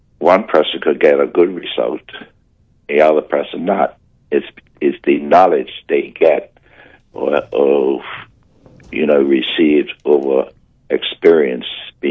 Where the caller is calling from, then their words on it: St. David's, St. George's Parish, Bermuda; I'm in St. David's.